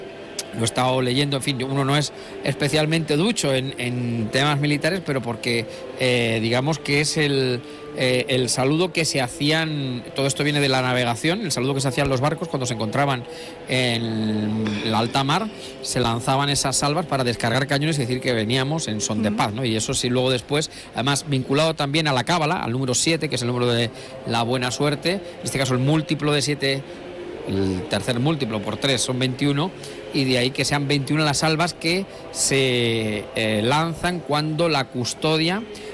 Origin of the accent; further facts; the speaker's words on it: Castilla-La Mancha, Spain; yo soy manchego, pero mi vida transcurre entre La Mancha y Toledo.